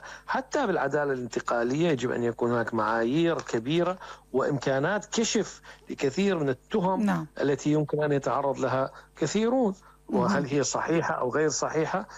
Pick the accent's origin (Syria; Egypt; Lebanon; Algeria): Syria; عندنا في سوريا